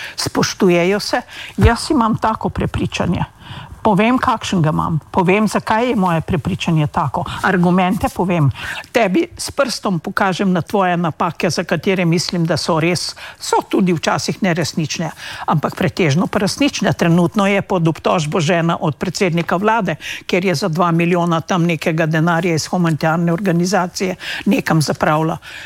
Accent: Upper Savinja Valley, Slovenia; now in Spain; sama izhajam iz Gornje Savinjske doline.

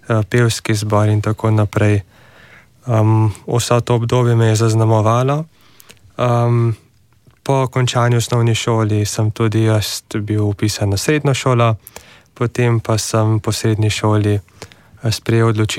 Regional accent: Ihan, Central Slovenia, Slovenia; Jaz pa prihajam iz Župnije Ihan. Prihajam iz kmečke družine.

